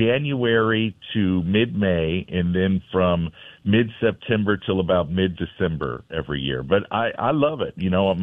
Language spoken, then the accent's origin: English; St. Louis, Missouri, United States; the fact that I was from St. Louis